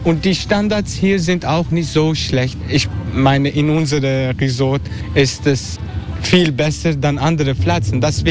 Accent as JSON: {"language": "German", "country": "Netherlands", "tie": "born or raised there", "second_language": "German", "said": "ich bin aufgewachsen in Holland und durch habe ich hier wegen Gästelächen gelernt."}